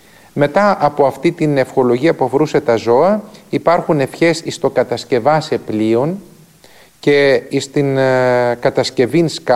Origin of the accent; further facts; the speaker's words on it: Soufli, Eastern Macedonia and Thrace, Greece; ενθυμούμε και στην πατρίδα μου τη Θράκη και στον Εύρο, στο Σουφλί που είχαν όλα αυτά τα μεταξωτά